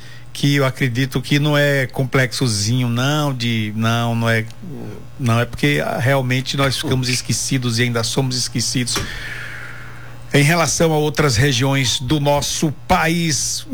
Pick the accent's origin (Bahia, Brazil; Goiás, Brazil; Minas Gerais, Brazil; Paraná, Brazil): Bahia, Brazil; e nós, baianos